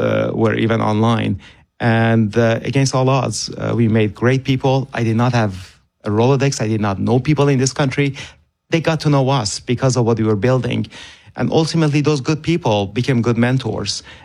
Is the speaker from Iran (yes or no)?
yes; Iran; moved away; as a kid growing up in Iran in the 1980s when the 8-year war was going on with Iraq, I had hope in one country.